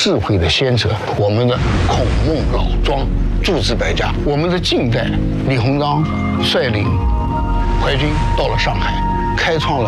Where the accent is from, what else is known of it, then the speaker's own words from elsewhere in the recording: Jingde, Anhui, China; 我们经德它有个乡叫板书乡